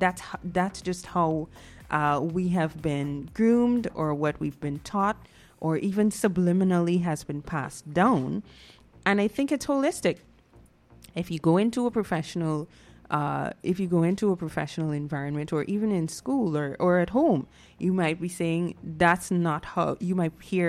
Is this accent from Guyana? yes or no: yes; Guyana